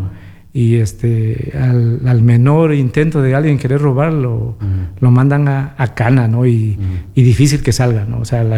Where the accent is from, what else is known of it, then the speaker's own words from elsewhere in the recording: Ecuador; nosotros como ecuatorianos